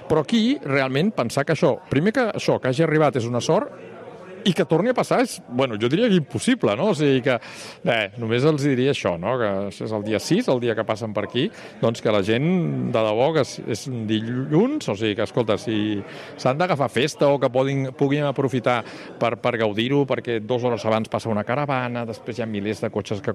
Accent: Barcelona, Catalonia, Spain; Jo que sóc barceloní, però que estic molt vinculat també aquí al Vallès i tinc amics aquí a Sant Feliu

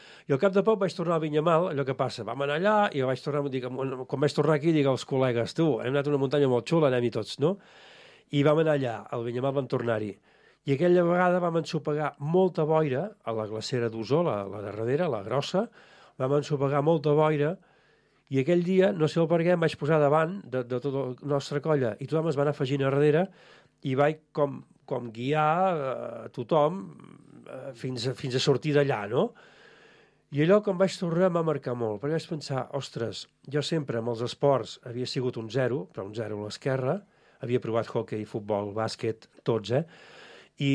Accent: Hostalets de Balenyà, Catalonia, Spain; es va fundar el centre excursionista del meu poble, d'Hostalets de Balenyà, l'any 84.

